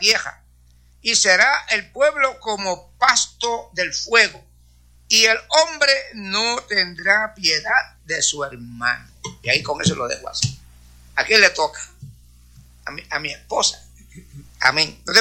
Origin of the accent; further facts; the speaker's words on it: Corozal, Puerto Rico; moved away; allá en mi isla, especialmente en el pueblo de Corozal